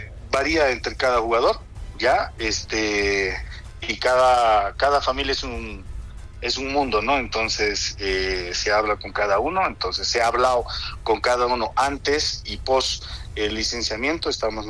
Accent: Bolivia; De ellos nos toca pedir disculpas, Yasmani, como bolivianos.

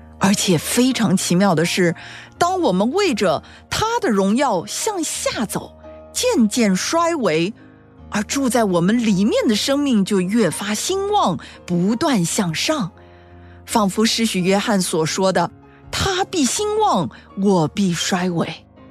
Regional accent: China; 我们中国人有一句老话，

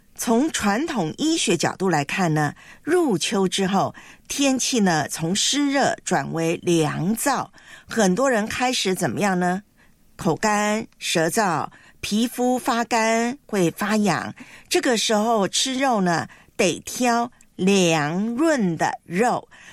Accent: Taiwan; moved away; 我的老家台湾

